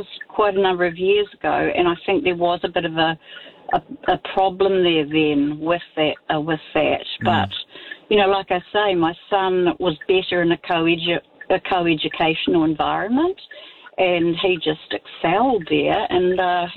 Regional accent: Dunedin, Otago, New Zealand; moved away; But we're originally from Dunedin.

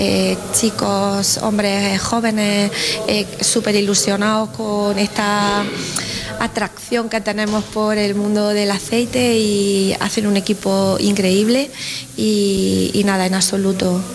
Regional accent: Andalusia, Spain; Pues mira, yo quería ser bióloga marina y soy de la Sierra de Segura

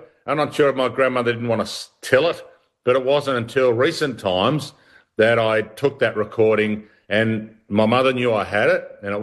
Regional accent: Australia; as an Australian kid growing up

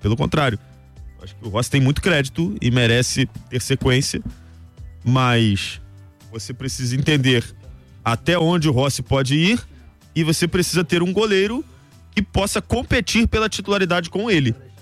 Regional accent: Duque de Caxias, Rio de Janeiro, Brazil; E eu sou de Duque de Caxias.

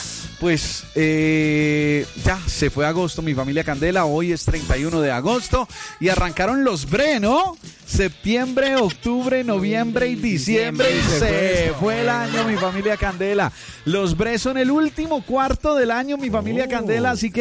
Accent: Colombia; nos dimos cuenta de lo que somos capaces los colombianos.

